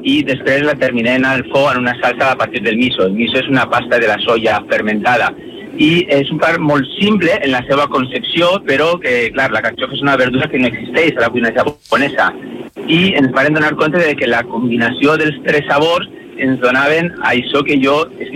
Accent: Valencia, Valencian Community, Spain; jo soc de València, que està aquí

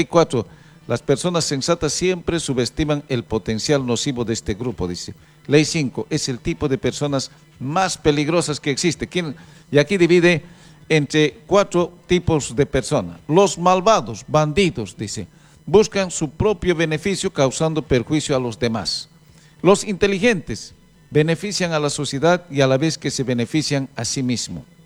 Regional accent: Bolivia; Somos nosotros los bolivianos los que nos estamos autoflagelando

